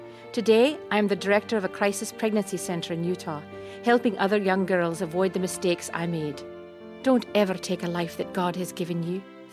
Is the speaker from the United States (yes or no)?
no; Scotland, United Kingdom; I was born and raised in Scotland. When I was 6, my parents divorced.